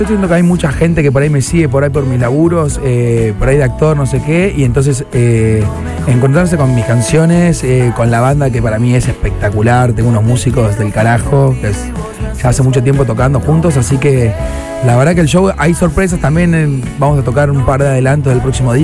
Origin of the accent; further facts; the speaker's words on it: Buenos Aires, Argentina; yo soy de Buenos Aires y los primeros shows fueron ahí.